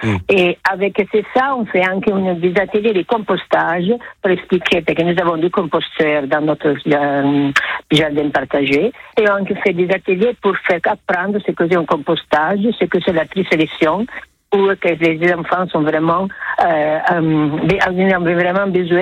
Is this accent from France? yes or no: no; Italy; accent: Italian; French is a second language; si ça vous écoutez, mon accent c'est italien